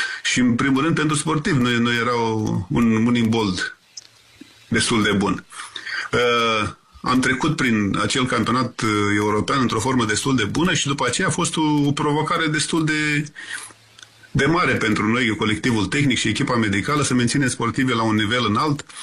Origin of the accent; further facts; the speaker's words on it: Romania; suntem români